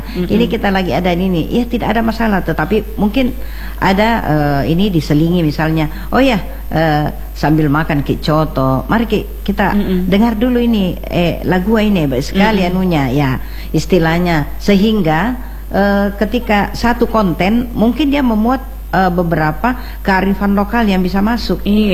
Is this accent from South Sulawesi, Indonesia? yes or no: yes; South Sulawesi, Indonesia; accent: Makassar; Padahal kita juga punya logat seperti ini. Saya kan